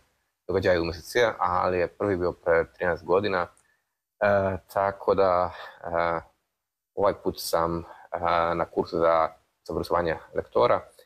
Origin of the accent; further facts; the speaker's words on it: Kraków, Lesser Poland, Poland; Serbian is a second language; dolazim iz Krakova, iz Poljske. Radim na institutu za slovensku filologiju Jagiellonskog univerziteta u Krakovu